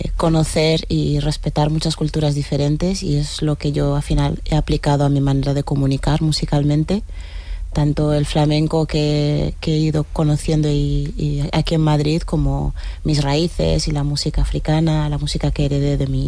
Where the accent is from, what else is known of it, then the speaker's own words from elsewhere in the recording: Guinea-Bissau; first language Guinea-Bissau Creole; Spanish is a second language; mezclamos el criollo de mi país, de Guinea-Bissau, con una soleá por bulería, pero cantada en mi idioma y contando una historia muy bonita de resistencia de mi pueblo, de Guinea-Bissau.